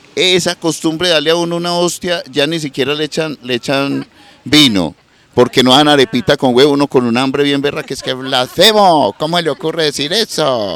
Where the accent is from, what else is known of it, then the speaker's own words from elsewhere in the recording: Medellín, Antioquia, Colombia; yo me crié en Prado Centro